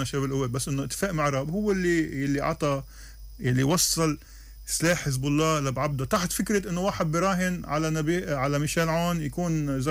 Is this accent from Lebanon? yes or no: yes; Lebanon; أنا كمواطن لبناني